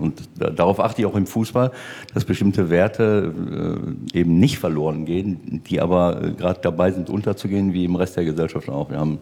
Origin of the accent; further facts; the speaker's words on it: North Rhine-Westphalia, Germany; ich war ja hier ein paar Jahre in Köln, das war für mich nicht ganz so einfach als Ostwestfale.